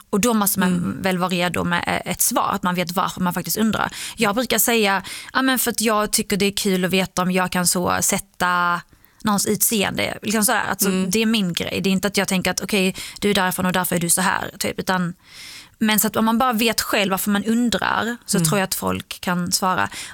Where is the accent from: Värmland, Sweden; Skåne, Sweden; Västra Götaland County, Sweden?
Skåne, Sweden; now in Stockholm, Sweden; i och med att jag är en skåning i Stockholm.